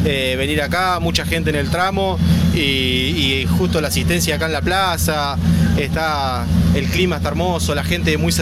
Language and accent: Spanish; Cipolletti, Río Negro, Argentina; De Cipolletti, Río Negro yo